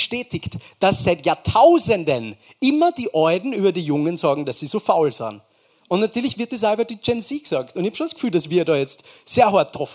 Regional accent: Wels, Upper Austria, Austria; ich komme aus dem wunderschönen Wels in Oberösterreich. Genau. Ich komme aus Wels, aber ich bin kein Nazi.

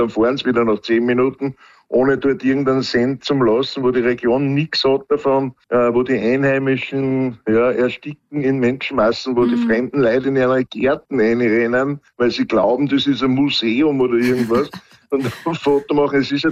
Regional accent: Upper Austria, Austria; bei uns in Oberösterreich, in Hallstatt, das ist sehr bekannt

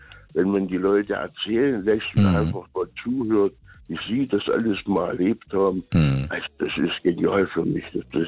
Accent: Erfurt, Thuringia, Germany; Ich komme eigentlich aus Thüringen, aus der Landeshauptstadt Erfurt, wenn Ihnen das was sagt.

